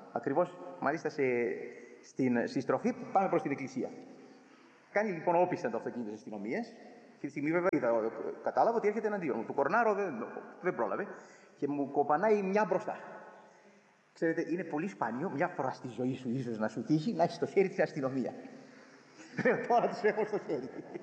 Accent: Greece

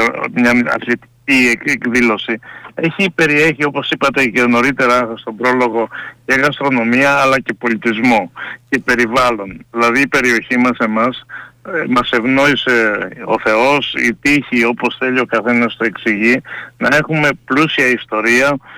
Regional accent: Finikounda, Peloponnese, Greece; 8 χρόνια κοινοτικός σύμβουλος στην ιδιαίτερη πατρίδα μου, τη Φοινικούντα.

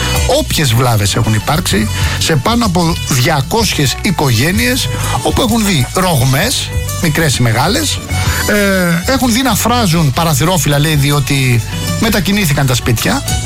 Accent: Rafina, Attica, Greece; στην περίπτωση αυτή είναι και ο τόπος μου και μαθαίνω 5 πράγματα παραπάνω. Τώρα, αφήνουμε τα της Ραφίνας

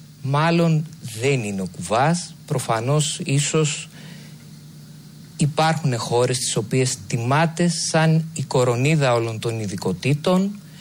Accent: Larissa, Thessaly, Greece; born there; now in Thessaloniki, Greece; Είμαι γεννημένος το 1972, γεννήθηκα στη Λάρισα, είμαι στρατιωτικός γιατρός.

